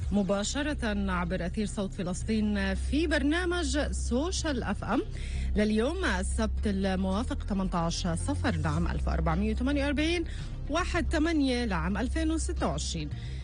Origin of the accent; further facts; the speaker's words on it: Palestine; وهذا يعني جزء من رحلتنا وقصتنا كفلسطينيين على هاي الأرض